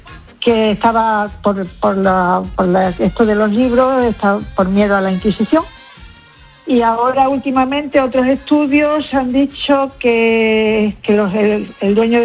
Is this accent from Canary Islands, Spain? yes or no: no; Barcarrota, Extremadura, Spain; Sí, y muy extremeño, soy extremeño.